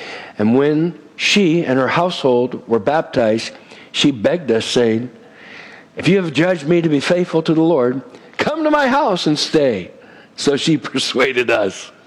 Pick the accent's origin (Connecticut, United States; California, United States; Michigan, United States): California, United States; West Covina; born or raised there